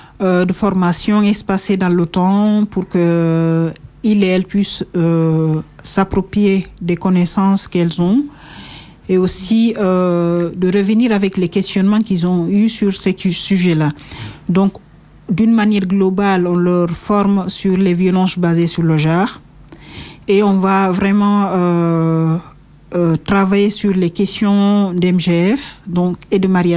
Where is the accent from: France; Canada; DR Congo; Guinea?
Guinea; nous sommes originaires de Guinée.